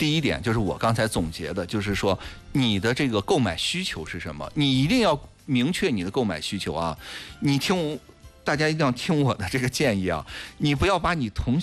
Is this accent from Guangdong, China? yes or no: no; Shijiazhuang, Hebei, China; 我从小在市中心的位置住着长大